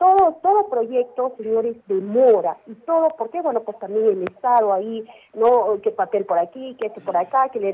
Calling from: Cayma, Arequipa, Peru; yo soy una vecina de Caima.

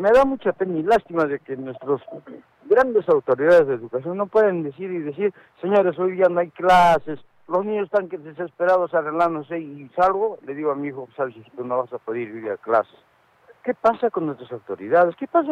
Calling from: Arequipa, Peru; ustedes son de acá, de Arequipa, soy arequipeño

